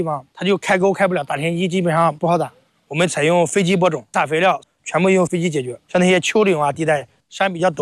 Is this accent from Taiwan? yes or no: no; Anhui, China; moved away as an adult; 因为我老家是安徽的